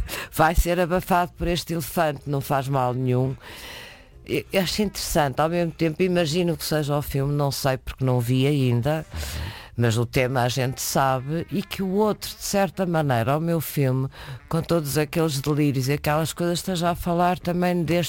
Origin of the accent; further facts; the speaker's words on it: Lisbon, Portugal; born there; Lisboa, que é a terra onde eu nasci.